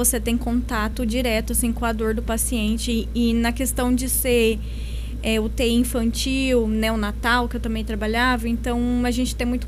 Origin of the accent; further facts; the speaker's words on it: Monte Alto, São Paulo, Brazil; Sou de Monte Alto, minha família é daqui.